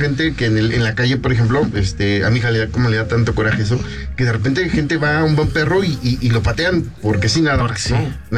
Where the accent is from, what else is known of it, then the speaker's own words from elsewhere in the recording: Naucalpan, State of Mexico, Mexico; nosotros somos de Naucalpan, de San Francisco Chimalpa. Entonces, bueno, pues es una zona semiurbana.